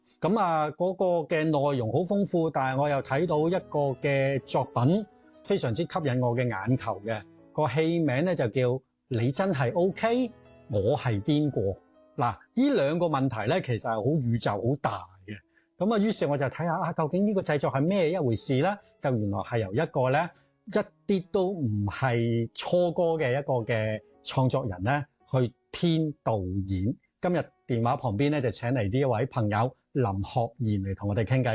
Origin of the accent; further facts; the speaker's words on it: Hong Kong; 就係土生土長嘅香港人。但係其實咧，嗰個嘅即係籍貫啦，或者祖籍同自己好遙遠啦。其實我自己本身都係潮州嘅，我係潮州澄海。